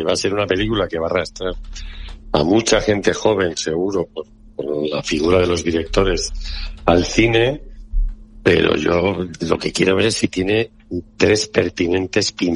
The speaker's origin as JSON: {"language": "Spanish", "region": "Navarre", "country": "Spain", "tie": "born there", "said": "en Navarra, que es donde nací"}